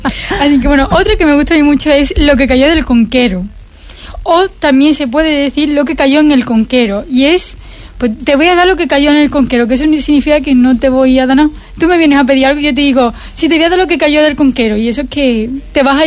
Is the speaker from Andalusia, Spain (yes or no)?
yes; Lepe, Andalusia, Spain; moved away as an adult; now in Madrid, Spain; Yo soy de Lepe, soy de aquí de Huelva, pero yo hace 3 años me fui a estudiar a Madrid.